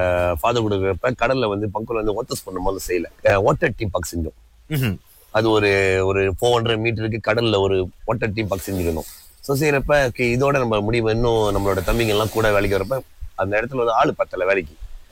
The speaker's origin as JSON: {"language": "Tamil", "town": "Pangkor", "region": "Perak", "country": "Malaysia", "tie": "born or raised there", "said": "நான் பிறந்தது வளர்ந்தது எல்லாம் ஃபுல்லா பங்கோர் தான்."}